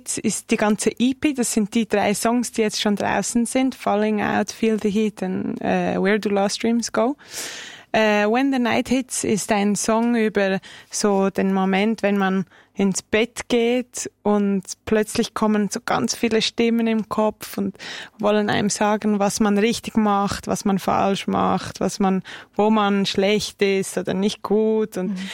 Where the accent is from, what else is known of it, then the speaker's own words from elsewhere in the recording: Zurich, Switzerland; Und ja, ich bin auch in Zürich aufgewachsen und wir sind an dieselbe Schule gegangen.